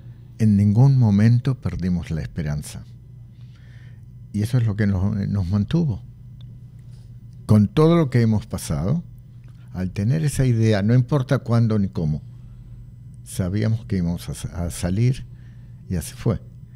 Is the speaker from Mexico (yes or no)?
no; Argentina; ¿Y qué respondimos? Argentinos, argentinos